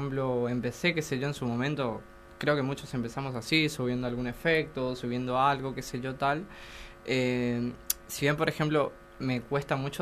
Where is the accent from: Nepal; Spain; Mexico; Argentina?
Argentina; Candelaria, Misiones; Yo vengo de Candelaria, por cierto, y quizás, no sé si, no solamente pasa en Candelaria, creo que en general en Misiones, es un arte que por ahí no se ve mucho.